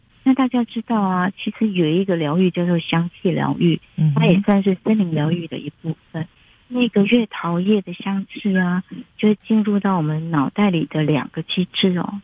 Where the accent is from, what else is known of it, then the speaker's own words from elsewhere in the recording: southern Taiwan, Taiwan; 因为我们是南部人嘛，南部人。